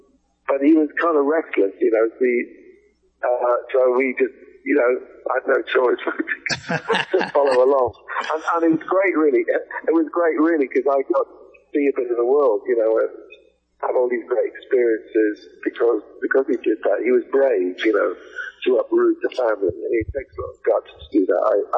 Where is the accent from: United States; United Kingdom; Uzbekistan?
United Kingdom; England; born there; also born or lived in Canada; Well, you know, I was born in England. My parents were Welsh, but I was born in England, and we travelled a lot. We moved a lot. We moved 18 times.